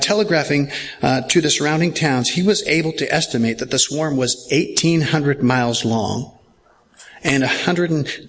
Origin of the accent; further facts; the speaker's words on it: Kansas City, United States; I grew up in Kansas City